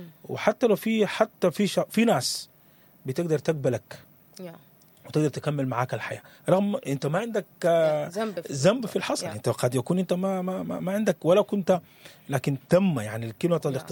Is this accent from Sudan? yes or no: yes; Sudan; إحنا محتاجينه في الوقت ده كسودانيين